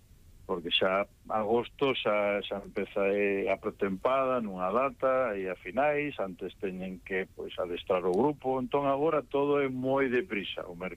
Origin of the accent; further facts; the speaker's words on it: Galicia, Spain; now in A Coruña, Spain; Bueno, eu son mariñán de Lugo, fun abonado do Brogán, vivo na Coruña